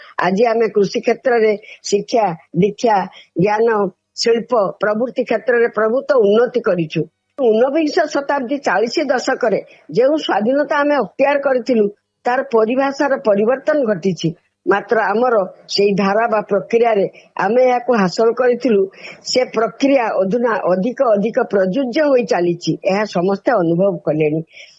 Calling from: Baripada, Odisha, India; ବାରିପଦାରୁ କହୁଛି, ସମାଜସେବୀ ଜଣେ।

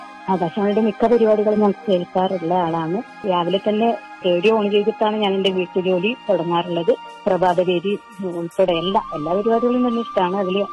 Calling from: Pilicode, Kerala, India; ഞാൻ കാസർഗോഡ് ജില്ലയിലെ പിലിക്കോട് എന്ന സ്ഥലത്താണ് താമസിക്കുന്നത്.

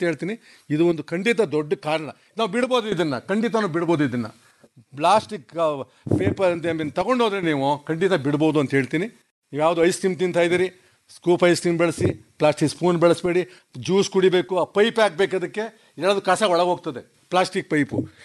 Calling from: Mandya, Karnataka, India; ನಮ್ಮ ಮಂಡ್ಯದ B S engineering college ಇದೆ

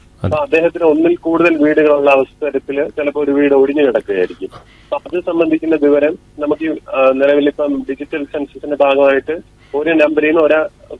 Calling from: Thiruvananthapuram, Kerala, India; ഞാൻ തിരുവനന്തപുരം ചാവടിമുക്കിൽ നിന്നാണ് വിളിക്കുന്നത്.

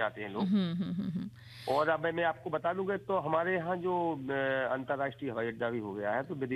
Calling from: Khajuraho, Madhya Pradesh, India; और बस खजुराहो से ही है, मतलब हमारा गांव मनकारी खजुराहो

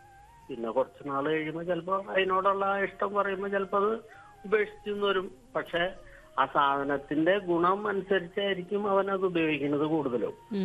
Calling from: Chalakudy, Kerala, India

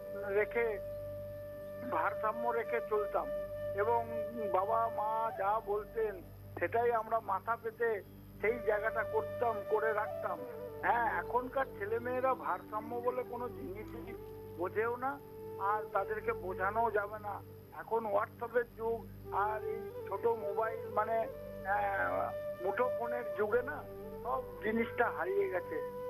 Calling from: Purba Bardhaman district, West Bengal, India; আমি পশ্চিমবঙ্গের পূর্ব বর্ধমান জেলার বুলপুর থেকে

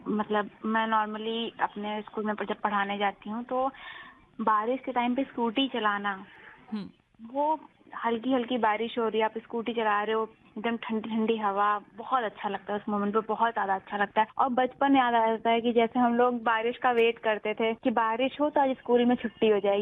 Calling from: Prayagraj, Uttar Pradesh, India; मैं सराय नैत प्रयागराज से बात कर रही हूँ।

